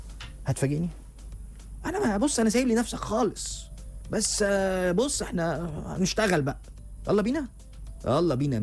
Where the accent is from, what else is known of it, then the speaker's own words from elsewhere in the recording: Cairo, Cairo Governorate, Egypt; وانا من القاهره مش من اسكندريه.